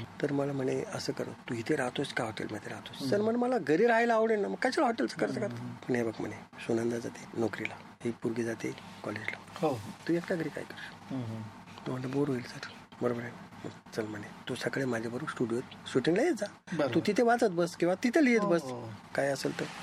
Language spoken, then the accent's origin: Marathi; Pune, Maharashtra, India; नंतर मग एक सिनेमा आला माझ्याकडे पुण्यातला, माझं माहेर.